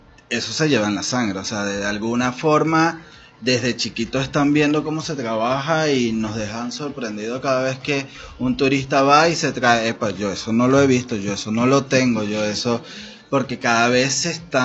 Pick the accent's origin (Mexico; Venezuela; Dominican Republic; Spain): Venezuela; para mí eso es fundamental como venezolano.